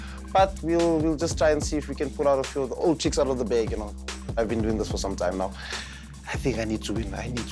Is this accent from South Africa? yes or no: yes; Benoni, Gauteng, South Africa; I'm from Johannesburg, Benoni, and I'm representing Team Suntech.